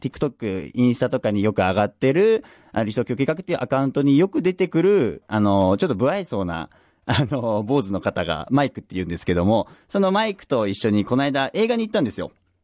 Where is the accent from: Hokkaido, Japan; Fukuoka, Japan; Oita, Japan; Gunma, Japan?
Gunma, Japan; 僕らも群馬育ち、群馬生まれなんで、